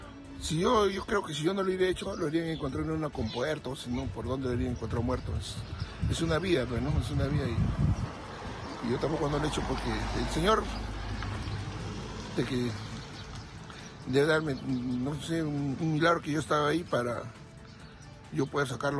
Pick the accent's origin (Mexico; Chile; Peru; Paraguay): Peru; Sama, Tacna; Soy de Sama